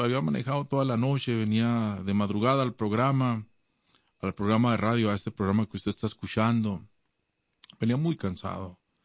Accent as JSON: {"language": "Spanish", "town": "Ciudad Juárez", "region": "Chihuahua", "country": "Mexico", "tie": "born or raised there", "said": "Sí, cuando yo crecí en la frontera en Ciudad Juárez, yo cruzaba y algunas veces se me olvidaba el cruce y pasaba uno, ¿no?"}